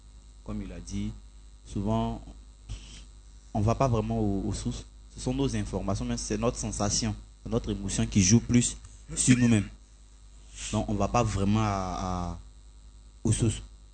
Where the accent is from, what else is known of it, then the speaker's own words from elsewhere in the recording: Côte d’Ivoire; chez nous, en Côte d'Ivoire